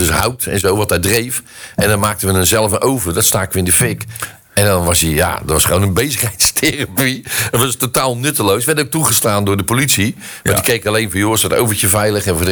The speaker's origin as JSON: {"language": "Dutch", "country": "Netherlands", "said": "En dan zeg ik zo, tering Turk. Want het zijn enige zijn Turken, wij zijn Hollanders."}